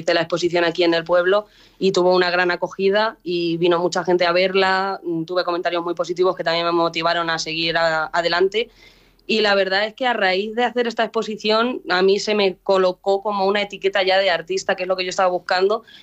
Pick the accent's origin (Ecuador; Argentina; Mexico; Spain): Spain; Mota del Cuervo, Castilla-La Mancha; yo decía que era de Mota del Cuervo y la gente lo conocía. Entonces yo decía, pero ¿qué tendrá mi pueblo? Que yo no sé por qué todo el mundo lo conoce.